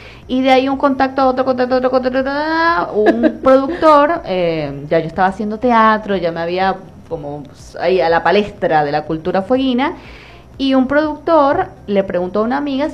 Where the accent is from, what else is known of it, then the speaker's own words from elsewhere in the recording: Venezuela; accent: Venezuelan; Porque viste que nuestro acento, el acento venezolano, es muy atractivo.